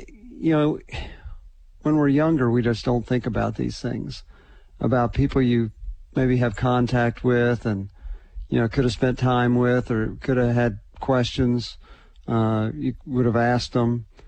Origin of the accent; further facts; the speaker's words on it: Oklahoma, United States; I would have been in Oklahoma at that time growing up